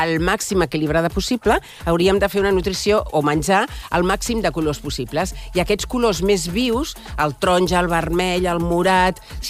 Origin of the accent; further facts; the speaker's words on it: Els Omells de na Gaia, Catalonia, Spain; Sí, jo estic entre l'Urgell, Segarra i la Conca de Barberà.